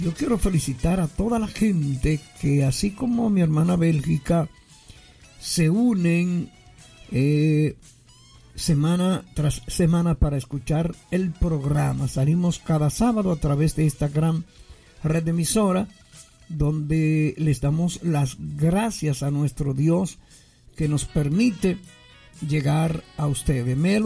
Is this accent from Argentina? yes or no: no; Dominican Republic; los diferentes líderes de nuestra República Dominicana